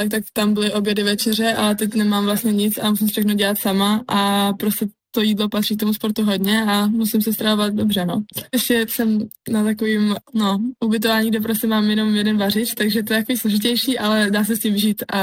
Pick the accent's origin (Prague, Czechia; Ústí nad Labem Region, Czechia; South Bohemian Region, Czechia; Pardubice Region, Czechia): Pardubice Region, Czechia; Litomyšl; now in Ostrava, Czech Republic; Já pocházím z Litomyšle. To je kousek u Pardubic a jinak studuju v Pardubicích na sportovním gymnáziu, teď poslední ročník.